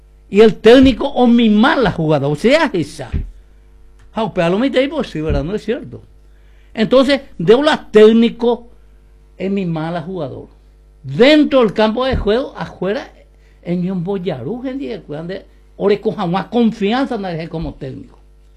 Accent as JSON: {"language": "Spanish", "country": "Paraguay", "said": "somos paraguayos"}